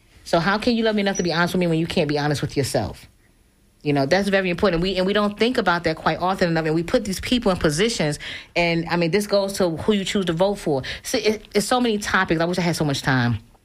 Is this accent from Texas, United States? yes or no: no; New York, United States; I'm from New York, and I used to be like, yeah, I'm a hoodlet.